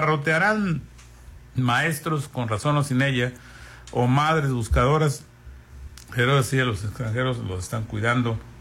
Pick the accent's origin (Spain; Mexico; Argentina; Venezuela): Mexico; Los colombianos, lo decía yo ayer, tienen mucha la empatía con los mexicanos, nos quieren mucho